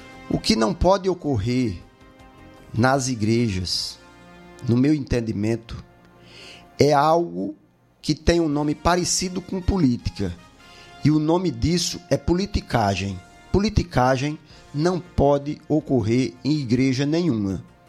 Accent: Campina Grande, Paraíba, Brazil; eu nasci no Hospital da FAP. Eu resido na Rua 15 de Novembro, na mesma casa, desde que nasci. Então, eu tenho uma identificação com o bairro da Palmeira, com a área norte de Campina Grande

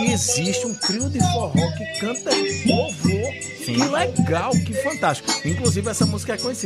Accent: Northeast Region, Brazil; É muito bonito como nós somos nordestinos

